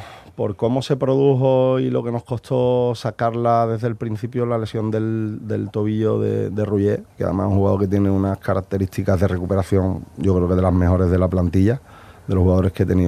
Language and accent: Spanish; Cádiz, Andalusia, Spain; he sido canterano y soy gaditano